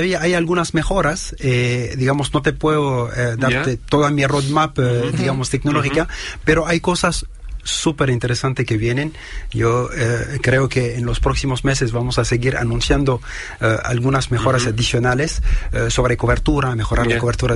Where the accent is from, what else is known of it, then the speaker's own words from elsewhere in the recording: France; also born or lived in Lebanon / United States / Paraguay / Bolivia; Y luego yo crecí en Francia.